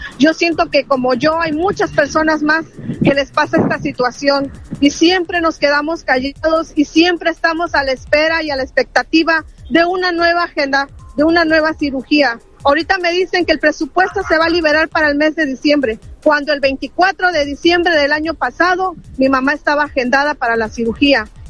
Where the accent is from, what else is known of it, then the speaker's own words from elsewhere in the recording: Coatzacoalcos, Veracruz, Mexico; Vengo de la ciudad de Coatzacoalcos, Veracruz. Llegamos el día de hoy a las 11 de la mañana, ya que así se nos pidió.